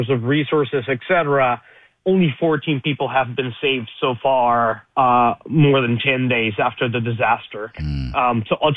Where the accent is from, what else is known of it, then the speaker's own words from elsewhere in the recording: Venezuela; moved away; For somebody like me that was born and raised in Venezuela and lived like 27 years or so of socialism and communism